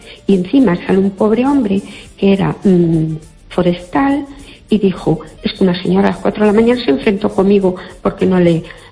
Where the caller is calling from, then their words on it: Fene, Galicia, Spain; Hola, buenas noches.